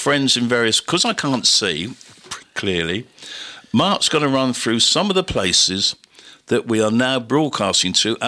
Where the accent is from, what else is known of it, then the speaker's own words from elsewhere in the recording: Portsmouth, South East England, United Kingdom; Because I come from Buckland.